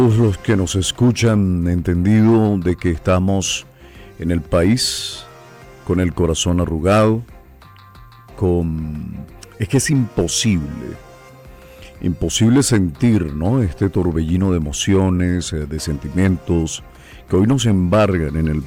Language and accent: Spanish; Venezuela